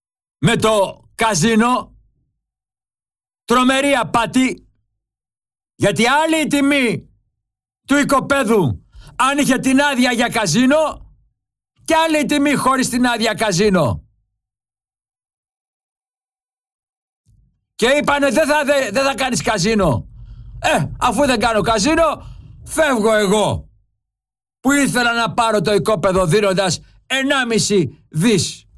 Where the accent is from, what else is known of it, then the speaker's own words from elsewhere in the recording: Greece; σαν Έλληνας πολίτης φορολογούμενος